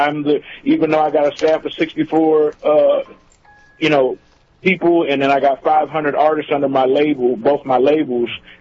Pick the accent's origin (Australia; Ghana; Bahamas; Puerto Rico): Puerto Rico; Ponce; I'm from Ponce, Puerto Rico